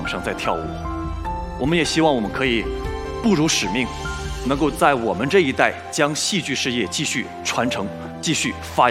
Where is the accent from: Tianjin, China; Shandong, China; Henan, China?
Shandong, China; moved away as an adult; now in Chongqing, China; 因为我不是重庆人，我是山东人，从大学开始到这儿来学习工作，以及现在是半个重庆人在生活